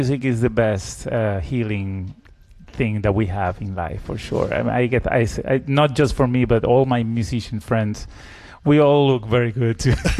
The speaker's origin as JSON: {"language": "English", "town": "Caracas", "region": "Capital District", "country": "Venezuela", "tie": "born or raised there", "moved": "yes"}